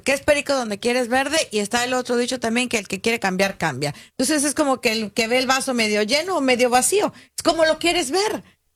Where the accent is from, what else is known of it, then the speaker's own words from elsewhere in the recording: Guadalajara, Jalisco, Mexico; Soy de Guadalajara.